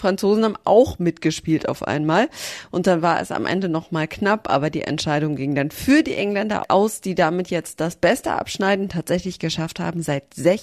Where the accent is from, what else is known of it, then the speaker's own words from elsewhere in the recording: Germany; Ich habe mit vielen gesprochen, die immer gesagt haben, wo kommst du denn her? Und dann habe ich gesagt, Deutschland.